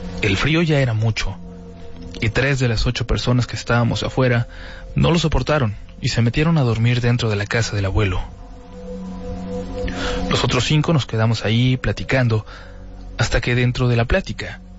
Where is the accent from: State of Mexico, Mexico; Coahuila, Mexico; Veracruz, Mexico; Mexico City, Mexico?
Coahuila, Mexico; Piedras Negras; Soy de Piedras Negras, Coahuila, y tengo 22 años.